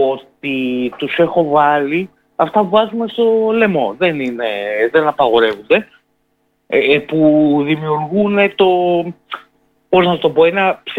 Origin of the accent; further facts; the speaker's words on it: Greece; Εμείς καθόμαστε απλά ως Έλληνες